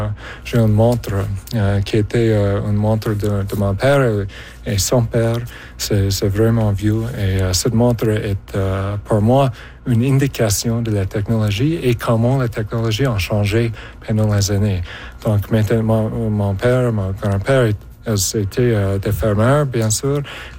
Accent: Alberta, Canada; moved away; Je suis en Alberta pour faire deux choses. Principalement, je dirais, j'étais en congé pendant la semaine passée sur la ferme où j'ai grandi.

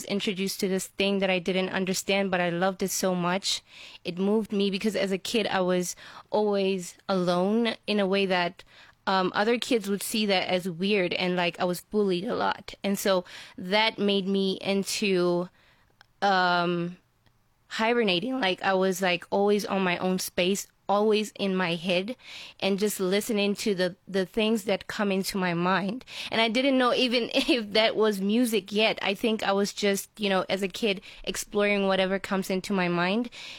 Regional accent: Letlhabile, North West, South Africa; I was born and raised in Letlhabile 0264.

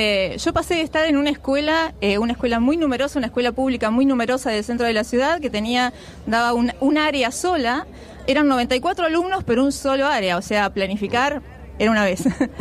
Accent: Urdampilleta, Buenos Aires Province, Argentina; now in Miramar, Bolívar, Argentina; yo soy oriunda de Urdampilleta, un pueblo que está a 50 kilómetros de Bolívar.

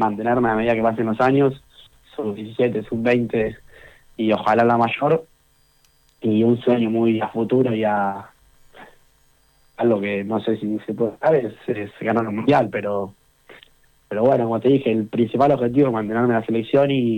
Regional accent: Argentina; es lo que se transmiten de chico en Argentina.

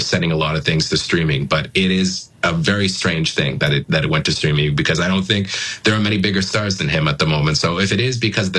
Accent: Montreal, Quebec, Canada; It was actually all shot in Montreal, my hometown. That's where I live.

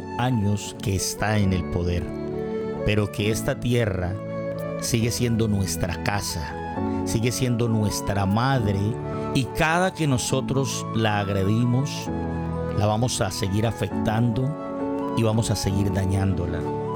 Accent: Colombia

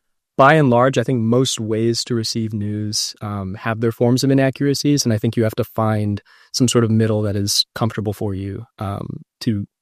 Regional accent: Oklahoma, United States; So I'm from Oklahoma.

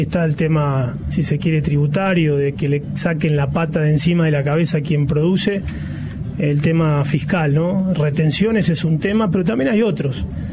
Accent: Santa Fe, Argentina; somos esa provincia de Santa Fe, al igual que Córdoba, al igual que Entre Ríos, con una mirada federal.

